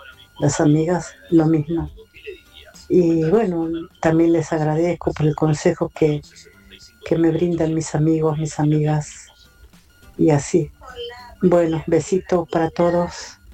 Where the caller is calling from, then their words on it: San Martín, Buenos Aires Province, Argentina; de San Martín